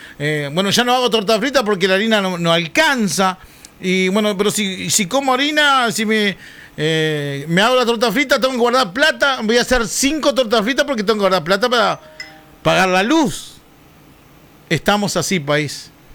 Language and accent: Spanish; Argentina; estamos pasando un momento medio difícil los argentinos